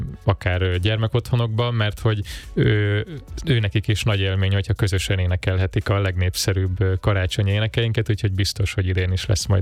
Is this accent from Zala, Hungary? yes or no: yes; Zala, Hungary; moved away; egy zalai faluból származom, ahol nagyon elfogadó közegben és szoros közösségben nőttem fel, aztán elkerültem a városba